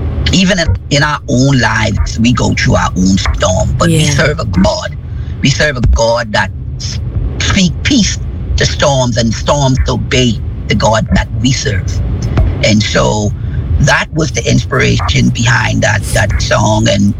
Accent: Bahamas; born there; I was born in the Bahamas, but my parents are from Jamaica.

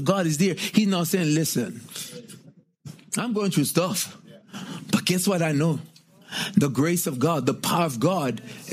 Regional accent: Jamaica; I'm Jamaican.

